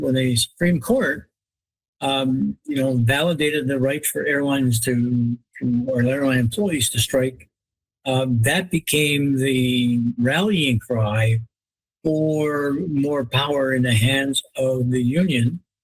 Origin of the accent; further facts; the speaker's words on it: Canada; We as a Canadian society have accepted